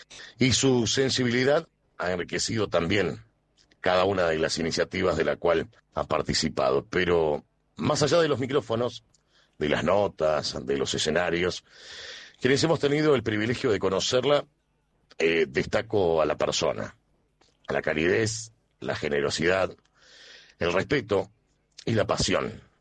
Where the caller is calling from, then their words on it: Alto Río Senguer, Chubut, Argentina; soy locutor, periodista de LRA 55, Radio Nacional Alto Río Sengar, en la provincia del Chubut